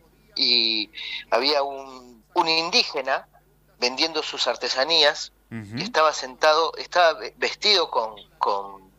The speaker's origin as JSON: {"language": "Spanish", "region": "Buenos Aires", "country": "Argentina", "tie": "born or raised there", "said": "Yo a mí me dieron a luz en Buenos Aires y sí. Crecí en Buenos Aires toda mi vida. Uh-huh. Pero bueno, con familia uruguaya. Así que es un híbrido."}